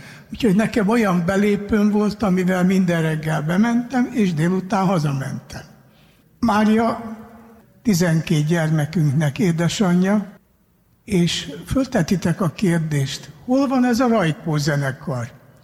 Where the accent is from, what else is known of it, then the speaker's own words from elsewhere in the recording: Little Hungarian Plain, Hungary; also born or lived in Nagykanizsa; Én Nagykadizsán születtem, a magyar olajmező kellős közepén. És édesapám elintézte, hogy egy katonai konvoj átvigyen bennünket a Kisalföldre, az ő szülei kisfalujába.